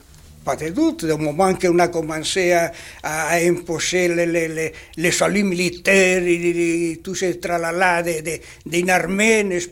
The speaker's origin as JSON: {"language": "French", "region": "Asturias", "country": "Spain", "tie": "born or raised there", "said": "le chef de mon unité, qui était un anarchiste de mon patelin, justement, en Sastirie"}